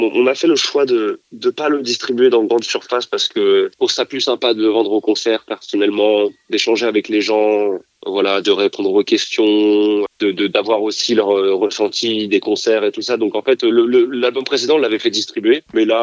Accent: Rennes, Brittany, France; je suis rennais, moi, de base.

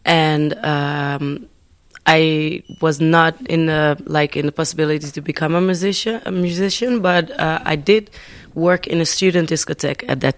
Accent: Amsterdam, North Holland, Netherlands; I am from Amsterdam. I was born and raised in Amsterdam. My parents, they were Hungarian and Lebanese, and I have family in Spain as well and all over the world. But so therefore, I do know some French as well.

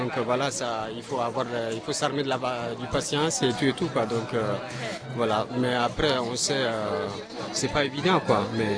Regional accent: Chad; moved away as an adult; now in Saint-Brevin-les-Pins, France; Je suis originaire du Tchad.

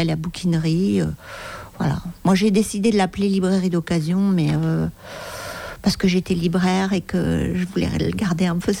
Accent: Paris, Île-de-France, France; born there; Non, je suis née à Paris. Mon père était tourangeau, ma mère elle est du Lot-et-Garonne et donc ils se sont un peu promenés dans l'Ouest de la France.

